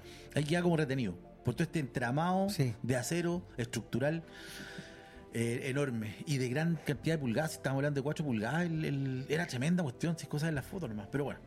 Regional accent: Chile

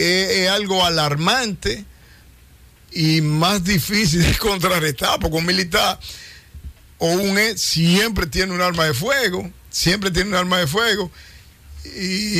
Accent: Dominican Republic; Nosotros como dominicanos somos los más perjudicados.

